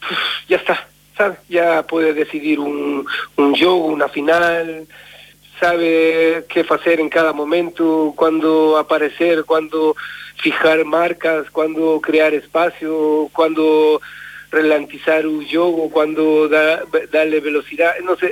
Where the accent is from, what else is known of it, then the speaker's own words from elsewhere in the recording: Spain; para mí, como español y como amante del fútbol